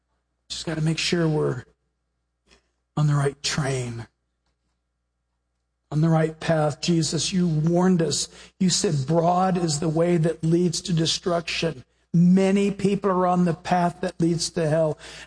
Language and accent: English; United States; born there; I guess I'm a Christian. I was born in America.